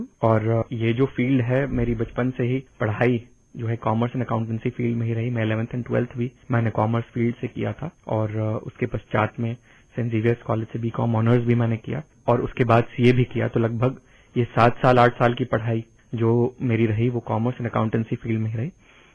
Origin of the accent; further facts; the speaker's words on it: Ranchi, Jharkhand, India; moved away as an adult; also born or lived in Kolkata; now in Jagdalpur, India; मेरा जन्म रांची, जो कि झारखंड की राजधानी है, वहां पर हुआ था। और मेरी प्रारंभिक शिक्षा से लेकर के 12वीं कक्षा तक शिक्षा भी रांची में ही हुई। वहां पर क्लास 10th तक मैं सेंट एंथनी स्कूल रांची में पढ़ा और 11th and 12th DPS Ranchi से मैंने वहां कंप्लीट किया।